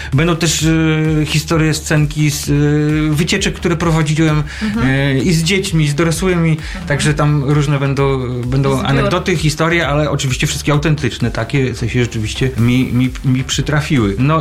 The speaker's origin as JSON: {"language": "Polish", "region": "Warmian-Masurian Voivodeship", "country": "Poland", "said": "u nas na Mazurach"}